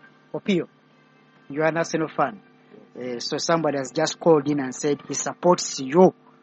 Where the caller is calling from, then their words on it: Zambia; from Zambia. Today we are using English.